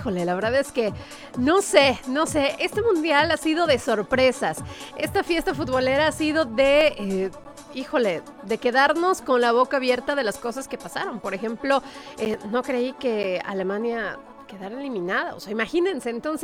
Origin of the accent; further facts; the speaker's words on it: Mexico; unirnos como mexicanos